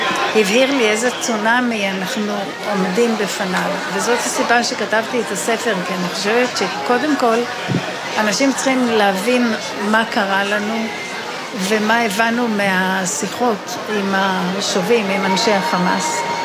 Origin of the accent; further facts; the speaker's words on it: Be'eri, Southern District, Israel; born there; נולדתי להורים שהם מייסדי בערי